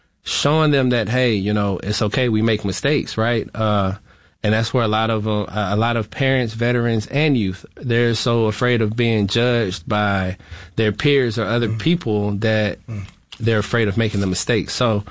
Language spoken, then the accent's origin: English; Florida, United States; born or raised there